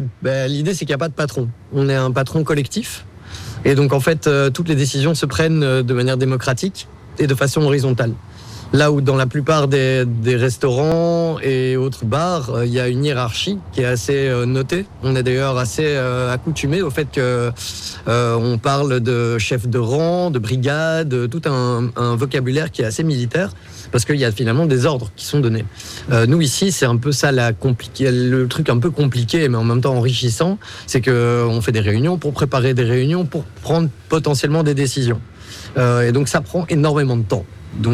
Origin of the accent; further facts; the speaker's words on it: Brussels, Brussels-Capital Region, Belgium; Et en tant que bon bruxellois autocentré, on pensait que c'était une expression bruxelloise.